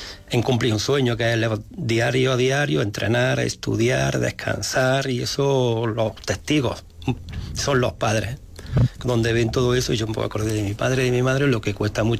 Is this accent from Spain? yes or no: yes; Alhendín, Andalusia, Spain; born or raised there